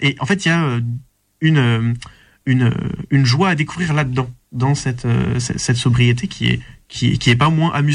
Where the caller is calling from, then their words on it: Toulouse, Occitanie, France; depuis que je suis à Toulouse